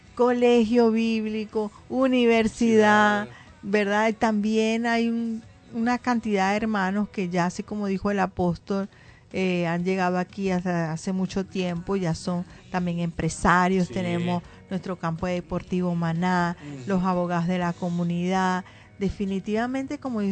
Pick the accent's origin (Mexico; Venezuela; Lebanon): Venezuela; Por ejemplo, yo soy de Venezuela, el hermano Miguel es mexicano